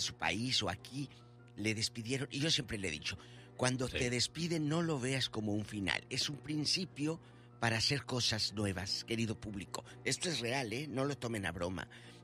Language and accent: Spanish; Chihuahua, Mexico; Decimos en mi tierra, a la torta. Chihuahua.